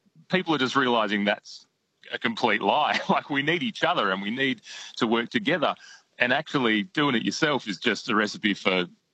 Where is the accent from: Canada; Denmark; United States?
Denmark; And my hometown in Denmark, there's the Wallery, which is another sort of community